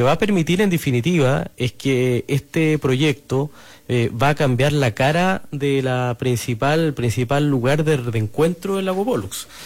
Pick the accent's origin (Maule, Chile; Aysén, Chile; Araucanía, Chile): Aysén, Chile; Coyhaique; todos nosotros quienes somos de Coyhaique, la región, conocemos muy bien el lugar